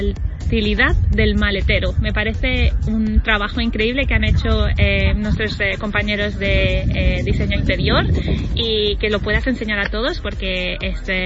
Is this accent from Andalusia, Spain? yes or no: no; Barcelona, Catalonia, Spain; now in Sweden; Yo que soy de Barcelona y vivo en Suecia